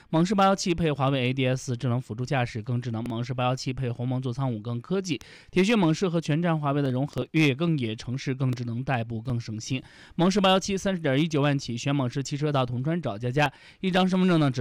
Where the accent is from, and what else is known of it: Ordos, Inner Mongolia, China